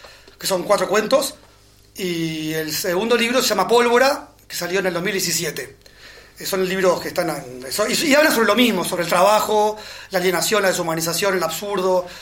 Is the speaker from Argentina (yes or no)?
no; Uruguay; Yo que vengo de Uruguay, que es un pueblo para comparar con Buenos Aires, me llama la atención